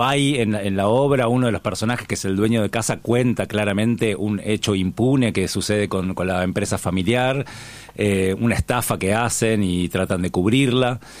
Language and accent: Spanish; Monte Grande, Buenos Aires Province, Argentina; yo soy del conurbano bonaerense, soy de Monte Grande